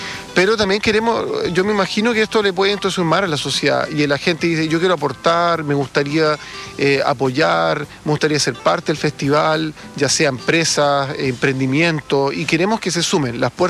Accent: Valdivia, Los Ríos, Chile; yo crecí acá en Valdivia

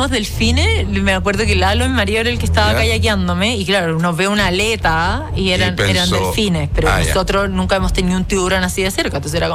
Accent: Chile; como chilenos tenemos una relación con Antártica

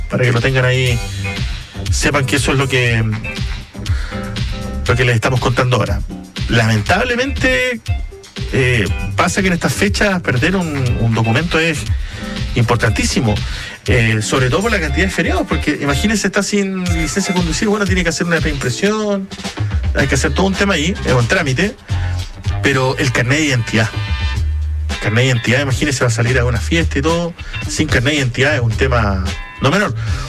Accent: Chile; como buen chileno haciendo las cosas a última hora

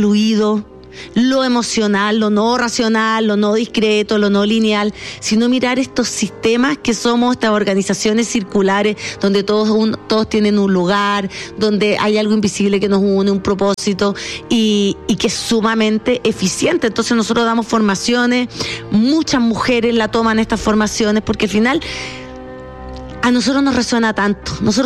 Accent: Chile; moved away as an adult; now in Europe; Nos fuimos a vivir a Europa porque … yo soy croata y alemana, pero fui criada … completamente chilena.

